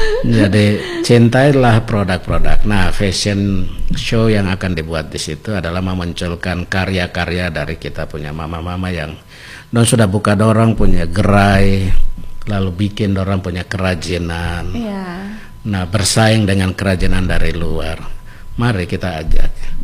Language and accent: Indonesian; Wamena, Highland Papua, Indonesia; saya orang Wamena